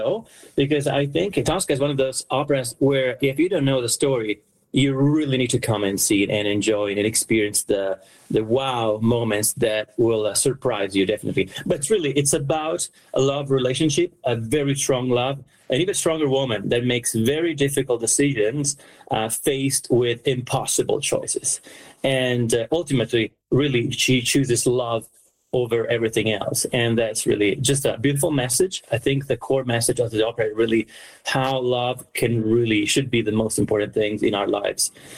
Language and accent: English; Lucca, Tuscany, Italy; Puccini was born in my hometown, or actually, I was born in his city.